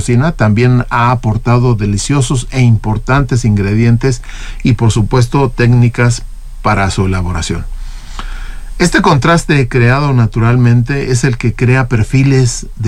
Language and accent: Spanish; Mexico